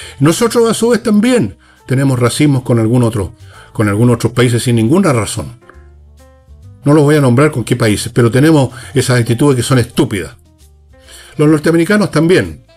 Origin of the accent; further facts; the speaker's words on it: Chile; Durante años, los argentinos nos han mirado a huevo a los chilenos